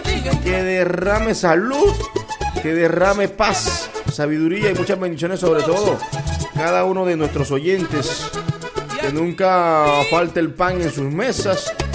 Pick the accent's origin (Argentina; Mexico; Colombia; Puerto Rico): Colombia; Caribbean coast; la buena música que nos identifica como costeño y como colombiano.